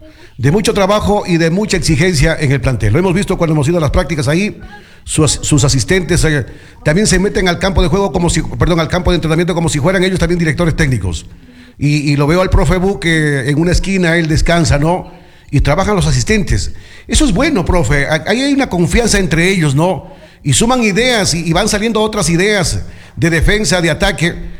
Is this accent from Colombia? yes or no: yes; Colombia; claro, como buen colombiano, pues, como buen colombiano.